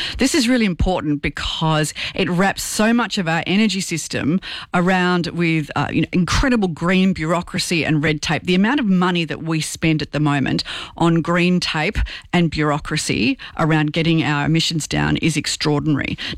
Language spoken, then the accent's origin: English; Victoria, Australia; I'm from Victoria, where, you know, our prosperity.